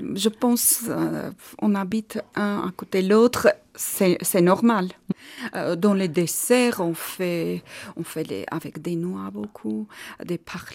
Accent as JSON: {"language": "French", "region": "Yerevan", "country": "Armenia", "tie": "born or raised there", "said": "Au capital. J'ai grandi à Yerevan, j'ai étudié."}